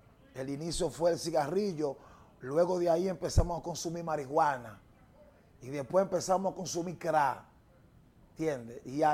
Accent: Dominican Republic; Vengo desde el barrio 27 de febrero.

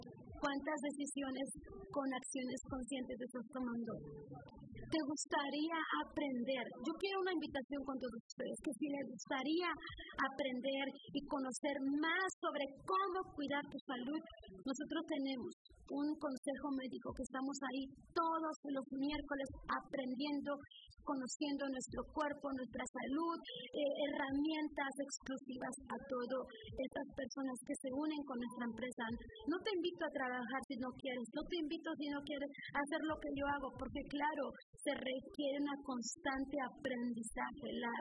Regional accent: Mexico; nosotros como mexicanos nos encanta comer picante

